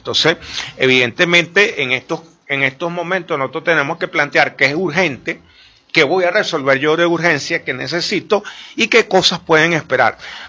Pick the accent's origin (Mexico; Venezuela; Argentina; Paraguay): Venezuela; ¿cuántos venezolanos estamos ahorita en Venezuela?